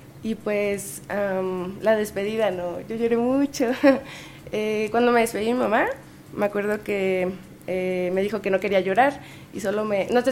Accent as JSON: {"language": "Spanish", "town": "Morelia", "region": "Michoacán", "country": "Mexico", "moved": "yes", "said": "Pues vengo de Morelia, Michoacán, una ciudad con mucho calor. Pues la universidad de allá, estoy en la Universidad Michoacana de San Nicolás de Hidalgo."}